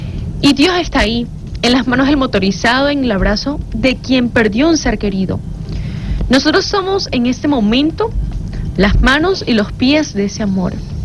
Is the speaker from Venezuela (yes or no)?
yes; Venezuela; sobrevivimos a tantas cosas que como venezolanos hemos atravesado